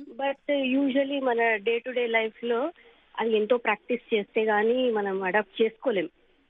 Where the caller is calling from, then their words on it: Hyderabad, Telangana, India; హైదరాబాద్ నుంచి.